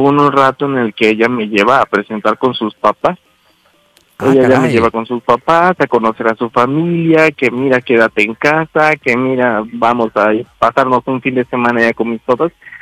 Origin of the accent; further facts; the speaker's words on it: Las Choapas, Veracruz, Mexico; Ok, tengo 28 años, soy del estado de Veracruz.